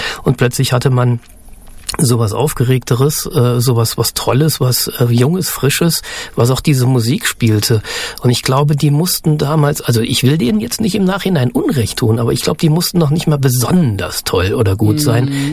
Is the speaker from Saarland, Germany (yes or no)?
yes; Saarland, Germany; born there; Ich bin ja im Saarland zur Schule gegangen